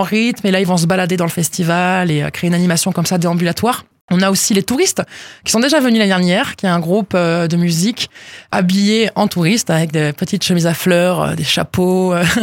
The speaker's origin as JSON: {"language": "French", "town": "Salles-sur-Garonne", "region": "Occitanie", "country": "France", "tie": "born or raised there", "said": "moi je suis toulousaine, mais j'ai grandi à Salles-sur-Garonne"}